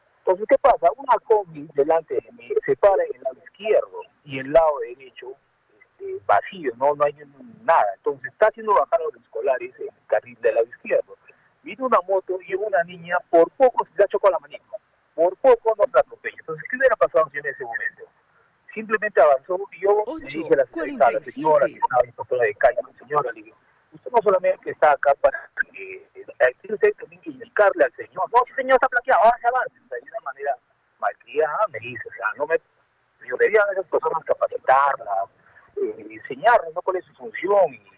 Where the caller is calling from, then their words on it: Arequipa, Peru; yo vivo en Caima